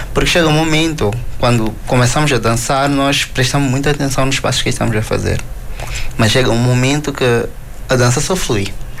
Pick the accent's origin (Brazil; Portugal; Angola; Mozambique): Mozambique; moved away